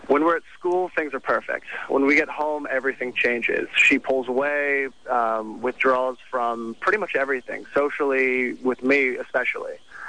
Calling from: Orange County, California, United States; We're both from Orange County.

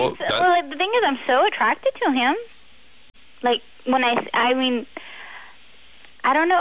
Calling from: India; I'm from India.

